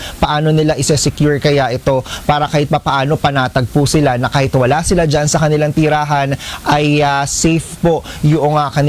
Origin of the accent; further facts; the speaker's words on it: Malolos, Central Luzon, Philippines; karatig bayan nyo lang po ako dahil ako ay taga Malolos.